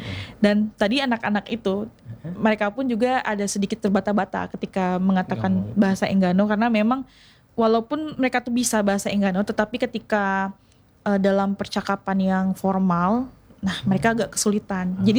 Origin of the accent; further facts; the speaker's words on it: Bengkulu, Indonesia; kayak misalnya saya orang Bengkulu ngomong bahasa Indonesia tuh pasti orang ketahuan iku pasti orang Sumatera, cetna kan.